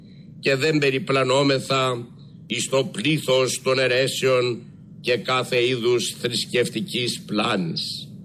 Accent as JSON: {"language": "Greek", "country": "Greece", "said": "όλοι εμείς που γεννηθήκαμε Έλληνες και ανήκουμε στο ελληνικό έθνος"}